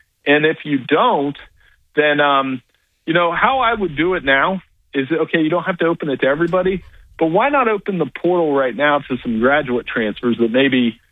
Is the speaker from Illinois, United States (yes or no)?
no; Ohio, United States; I grew up in Ohio